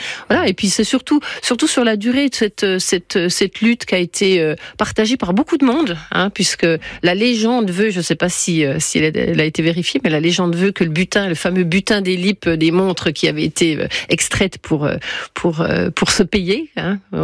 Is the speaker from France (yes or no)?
yes; Besançon, Bourgogne-Franche-Comté, France